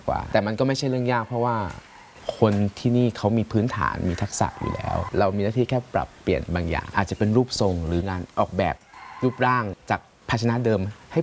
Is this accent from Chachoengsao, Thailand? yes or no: no; Chiang Mai, Thailand; หลักๆเลยตรงนี้คือเอาภายในจังหวัดเชียงใหม่คือเป็นจังหวัดบ้านเกิดของเราเอง